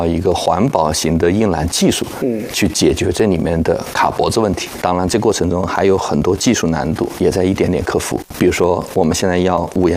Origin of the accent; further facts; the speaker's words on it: China; 我们中国人